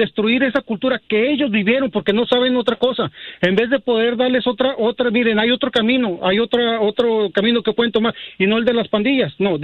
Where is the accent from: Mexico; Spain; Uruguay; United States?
Mexico; yo soy mexicano, pero mi esposa es del Salvador.